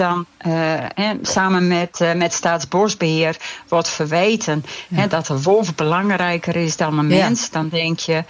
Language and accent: Dutch; Friesland, Netherlands; Hey, ik ben zelf een Fries, bij ons in het dorp en gebeurt dat ook.